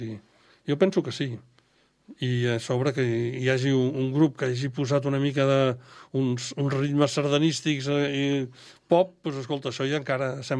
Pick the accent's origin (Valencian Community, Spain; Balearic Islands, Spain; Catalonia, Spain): Catalonia, Spain; Barcelona; Vaig néixer a Barcelona i he viscut a fora per estudis i tal, però sí, sóc de Barcelona i visc a Barcelona.